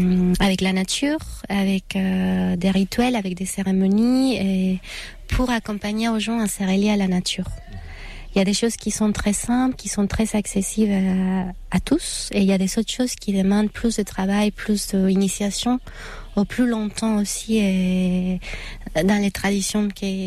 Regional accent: Mexico; French is a second language; moved away; also born or lived in Acolman, Mexico; je viens du Mexique, ma famille, on faisait moitié du temps à Mexico, qui c'est la ville, et on faisait moitié du temps dans un petit village qui est à côté des pyramides de Teotihuacan, qui s'appelle Acolman. Donc c'est un tout petit village qui a mélangé les traditions

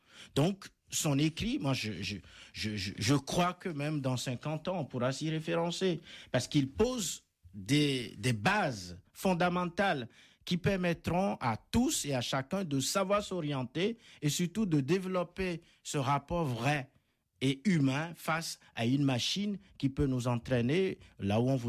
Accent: Benin; Les choses comme en Afrique, chez moi au Bénin

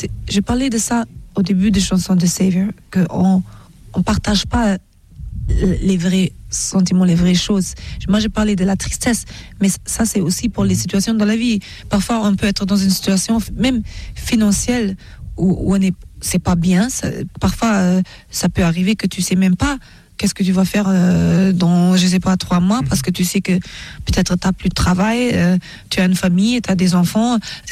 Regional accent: Germany; J'aime les bretzels aussi parce que j'ai grandi en Allemagne et j'aime le foufou et le okra et le goussi de Nigeria.

